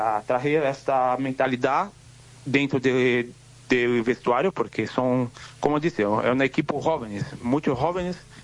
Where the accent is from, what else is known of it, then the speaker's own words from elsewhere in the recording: Brazil; Spanish is a second language; somos acá en Brasil